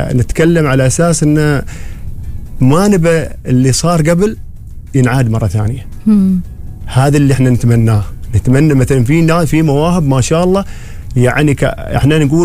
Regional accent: Oman; عندنا في عمان

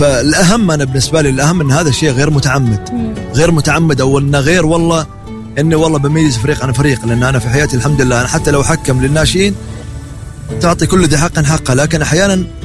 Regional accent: Salalah, Dhofar, Oman; أنا من صلالة،

